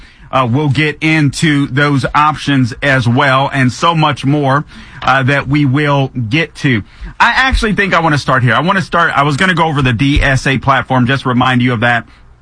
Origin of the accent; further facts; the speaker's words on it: Florida, United States; You also have Congresswoman Maria Salazar in my home state of Florida in the Miami area